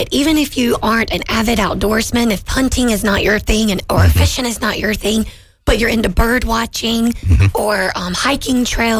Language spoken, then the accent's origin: English; Summerton, South Carolina, United States; born there; From Somerton, South Carolina.